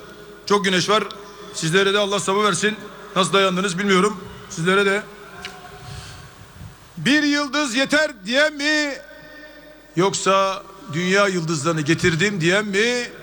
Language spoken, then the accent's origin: Turkish; Istanbul, Turkey; Sizler gibi sokaklardan geliyorum. Kasımpaşa'da büyüdüm.